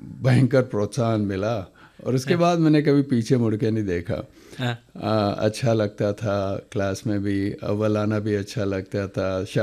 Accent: Gogunda, Rajasthan, India; मैं गांव गोगुंदा में बड़ा हुआ था

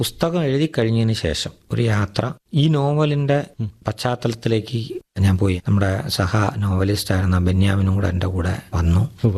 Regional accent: Kerala, India

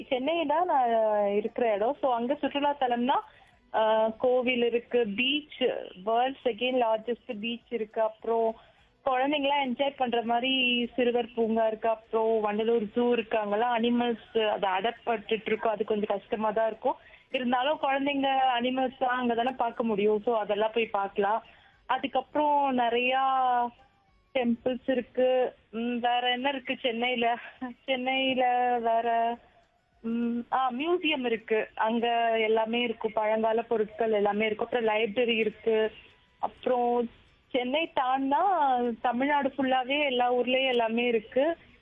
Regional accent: Sivaganga, Tamil Nadu, India; Sivaganga.

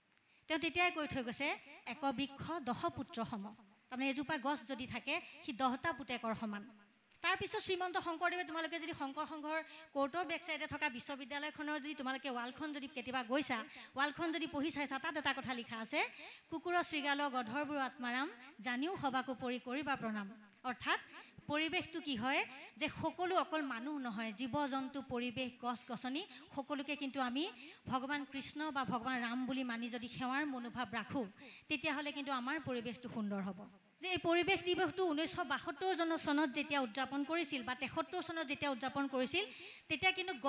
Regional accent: Assam, India; born there; আমি অসম প্ৰান্তত জন্মগ্ৰহণ কৰিছোঁ

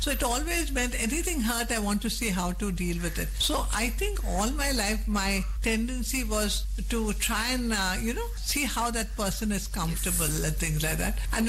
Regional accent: Karnataka, India; moved away as an adult; also born or lived in Hubli, India; now in Mumbai, India; I could even speak English because I came from Karnataka

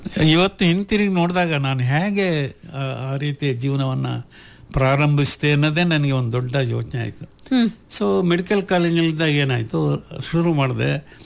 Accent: Alur, Karnataka, India; ನಮ್ಮೂರವರೇ, ಆಲೂರಿನವರೇ.

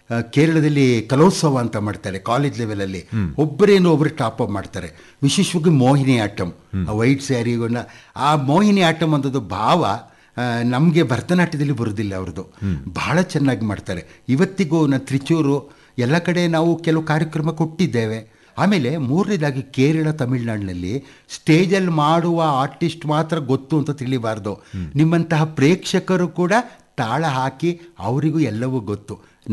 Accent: Shivamogga, Karnataka, India; born there; first language Kannada; ಶಿವಮೊಗ್ಗದಲ್ಲಿ ನಾನು ಓದಬೇಕಾದ್ರೆ

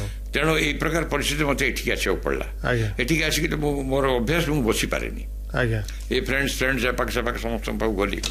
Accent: Rairangpur, Odisha, India; ସେ ମୟୂରଭଞ୍ଜ ଷ୍ଟେଟ୍ରେ ଚାକିରି କଲେ, ମୁଁ ଜନ୍ମ ରାଇରଙ୍ଗପୁରରେ, ଏଠିକା ଲୋକ, ଏଠିକା ଜଳବାୟୁ, ଏଠିକା ପରିବେଶ ସବୁଥିରେ ମୁଁ ହେଲି।

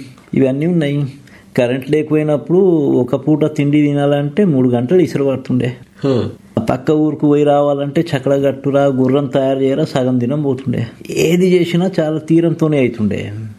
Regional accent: Adilabad, Telangana, India; నేనైతే ఈడనే పుట్టిన.

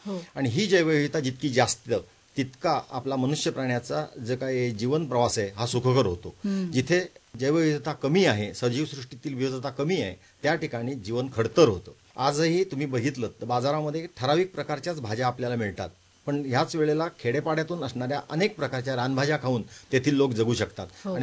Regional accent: Maharashtra, India; माझं बालपण रत्नागिरी जिल्ह्यात गेलं. या रत्नागिरी जिल्ह्यात माझं आजोळ चिपळूण तालुक्यात होतं.

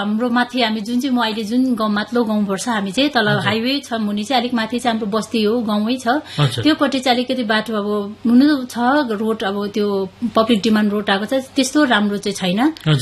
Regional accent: Timpem, Sikkim, India; म चाहिँ तिम्पेमबाट हो … मेरो गाउँको नाम चाहिँ तिम्पेम हो। साजुङदेखि 1 किलोमिटर यताभित्र पस्यो भने चाहिँ हाम्रो गाउँ तिम्पेम भनेर भेट्नुहुन्छ तपाईँले त्यहाँनिर।

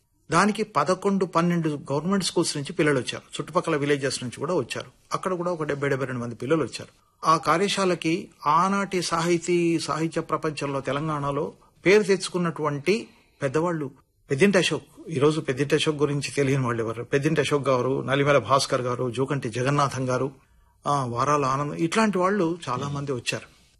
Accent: Nizamabad, Telangana, India; నేను నిజామాబాద్ వాడిని

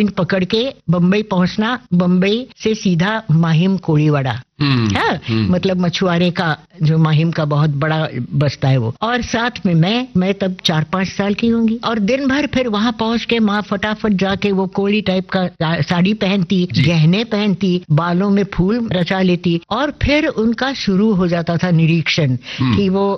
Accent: Pune, Maharashtra, India; born or raised there; also born or lived in Lucknow

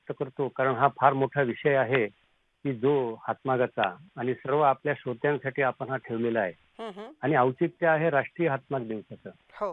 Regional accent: Nanded, Maharashtra, India; मी राहणार नांदेडचा आहे.

